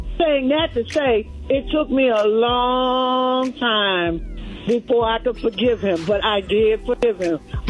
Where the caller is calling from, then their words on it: Brandywine, Maryland, United States; I'm calling from Brandywine, Maryland.